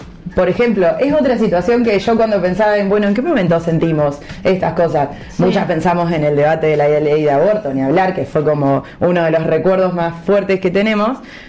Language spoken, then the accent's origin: Spanish; Argentina; Yo creo que Argentina tiene una cosa como muy creativa de cómo afrontar. Pero además, sí tenemos que somos un país sudamericano